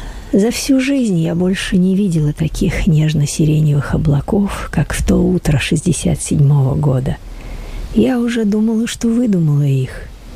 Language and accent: Russian; Tver, Tver Oblast, Russia; А я из Твери. В Ленинграде жила только в юности. Училась здесь, в институте.